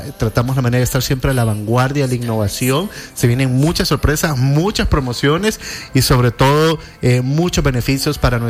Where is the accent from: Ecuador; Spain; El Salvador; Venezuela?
El Salvador; como buenos salvadoreños que somos